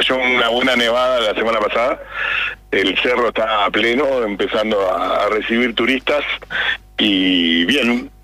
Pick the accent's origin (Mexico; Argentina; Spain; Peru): Argentina; Buenos Aires; moved away as an adult; yo soy de Buenos Aires